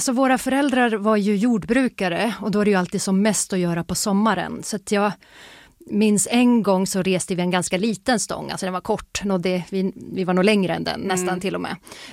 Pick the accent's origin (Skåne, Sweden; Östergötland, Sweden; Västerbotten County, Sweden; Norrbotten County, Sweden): Norrbotten County, Sweden; now in Stockholm, Sweden; Vi är systrar, uppvuxna i Tornedalen men bor idag i Stockholm.